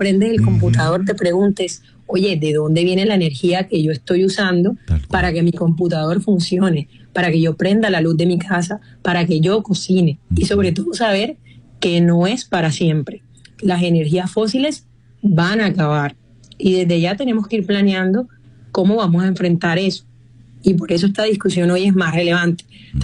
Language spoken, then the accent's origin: Spanish; Colombia; como colombianos y colombianas